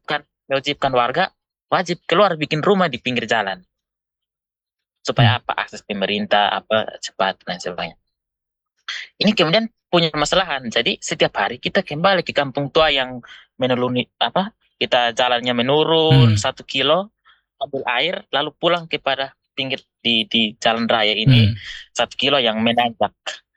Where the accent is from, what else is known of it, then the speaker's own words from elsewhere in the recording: Amanuban, East Nusa Tenggara, Indonesia; Pemukiman-pemukiman Atoni Meto ini, sub etnis di Amanuban ini, kampung kami tersentralisasi di kampung yang ada air.